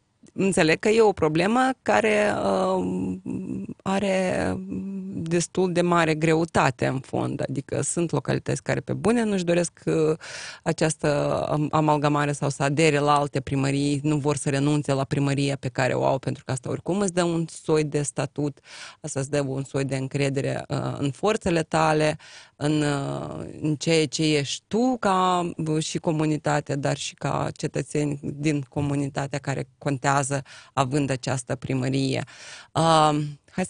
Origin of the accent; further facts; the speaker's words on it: Căsănești, Telenești District, Moldova; Chiar vorbesc despre satul meu, da? Noi avem două sate, Căsănești, Vaduleca